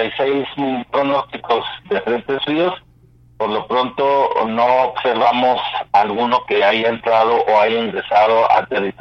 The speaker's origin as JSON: {"language": "Spanish", "town": "Parral", "region": "Chihuahua", "country": "Mexico", "tie": "born there", "said": "saludos a mi tierra que me vio nacer ahí en Parral, Chihuahua, allá hace muchísimos años, por allá nacimos."}